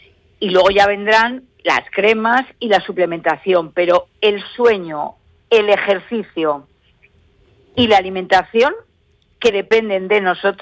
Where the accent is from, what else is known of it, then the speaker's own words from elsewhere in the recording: Santander, Cantabria, Spain; moved away as an adult; also born or lived in Granada; yo pasé mi niñez y mi adolescencia en Santander.